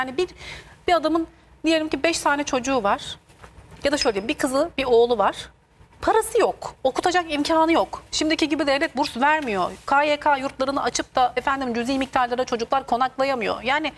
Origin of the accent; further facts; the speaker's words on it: Tokat, Turkey; memleketim Tokat'ın